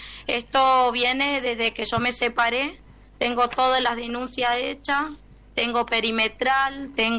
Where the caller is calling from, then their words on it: Presidencia Roque Sáenz Peña, Chaco, Argentina; Soy de Presidencia Roque Sáenz Peña, Chaco